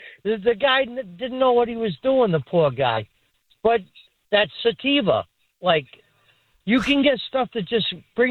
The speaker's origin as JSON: {"language": "English", "region": "Scotland", "country": "United Kingdom", "said": "I'll drink whatever you'll buy me. I'm Scottish."}